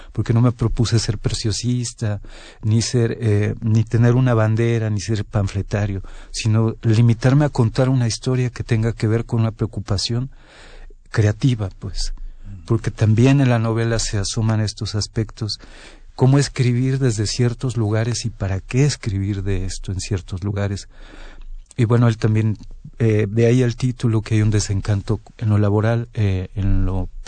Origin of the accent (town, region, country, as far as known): Acapulco, Guerrero, Mexico